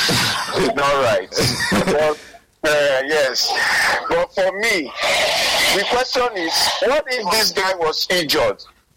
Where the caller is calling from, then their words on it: Lagos, Nigeria; from Satellite Town.